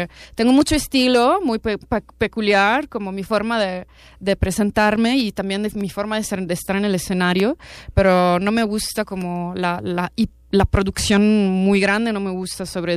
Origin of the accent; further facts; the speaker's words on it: Italy; now in Mexico; yo me presento como cantautora italiana, pop alternativo, porque tiene muchos sonidos por ahí, los puedo elencar, y radicada en México, así me presento.